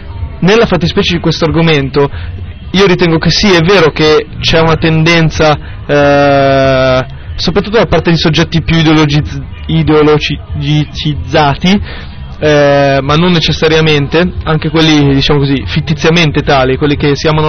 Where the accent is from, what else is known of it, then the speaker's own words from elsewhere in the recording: Milan, Lombardy, Italy; Io sono di Milano, non sono siciliano